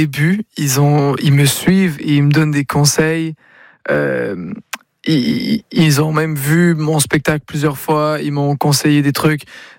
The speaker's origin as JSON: {"language": "French", "region": "Quebec", "country": "Canada", "said": "Je suis un vrai Québécois."}